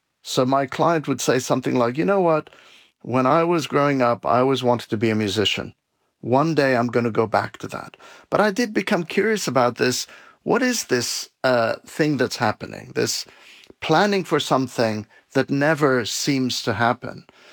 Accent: Beirut, Beirut Governorate, Lebanon; And that was a big dream, because I was a kid growing up in Beirut, Lebanon. There was a civil war going on. I was 10 years old.

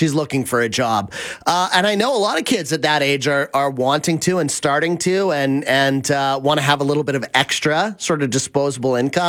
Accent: Abbotsford, British Columbia, Canada; Like, I grew up in Abbotsford, right? And all my friends did that all summer.

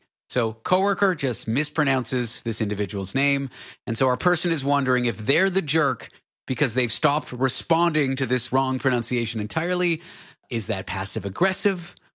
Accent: Canada; I grew up in Canada. I grew up pronouncing the name Natasha, not Natasha.

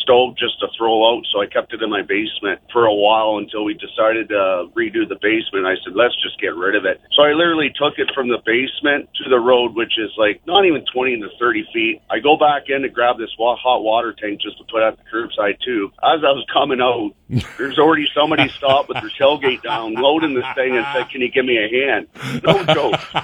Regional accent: Ingersoll, Ontario, Canada; moved away; We're from Ingersoll originally, I guess. But I lived on a busy corner

